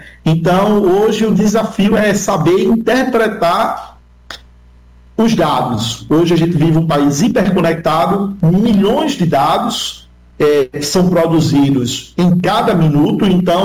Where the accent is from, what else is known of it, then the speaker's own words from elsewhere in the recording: Northeast Region, Brazil; Então, todo nordestino tinha a figura de Eduardo Campos como uma pessoa nossa, de todos nós que somos do Norte e Nordeste.